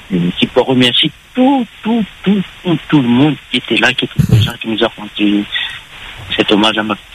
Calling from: La Saline-les-Hauts, Réunion; j'appelle, j'habite à la Saline des Hauts.

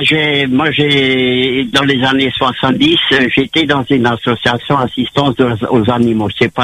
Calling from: Réunion

